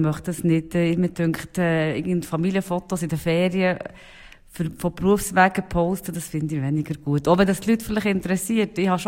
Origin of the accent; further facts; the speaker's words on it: Thun, Bern, Switzerland; Also ich bin hier im Lerchenfeld aufgewachsen, in finanziell einfachen Verhältnissen